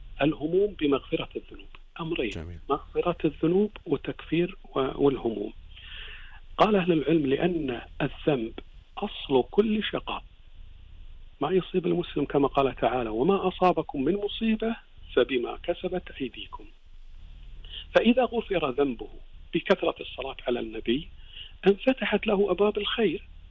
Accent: Kuwait; هذه منتشرة عندنا بالكويت

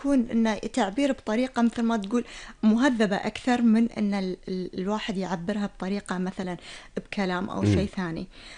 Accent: Kuwait; عندنا بالكويت

